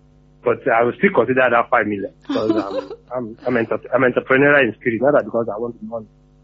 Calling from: Nigeria; I'm calling from Mania.

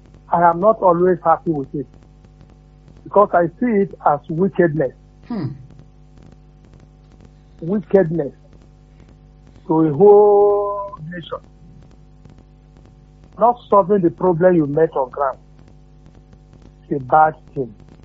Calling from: Nigeria; I'm calling from Olegu.

